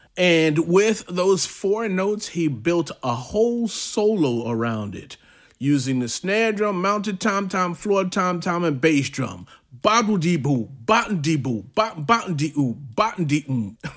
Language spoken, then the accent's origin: English; New York City, New York, United States; I'm from New York City.